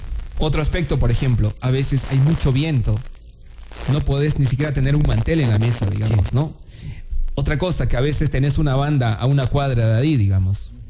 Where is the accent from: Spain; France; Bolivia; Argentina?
Bolivia; now in Ecuador; vengo de Bolivia, ¿no? Que es un país incluso más subdesarrollado que Ecuador.